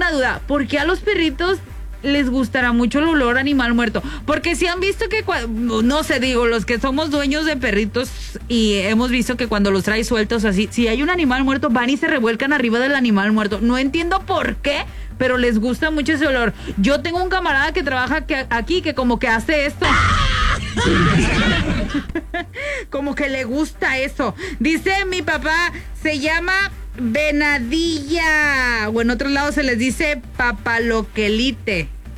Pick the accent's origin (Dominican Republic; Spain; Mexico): Mexico; Altamira, Tamaulipas; Usted, los que somos de Altamira, vamo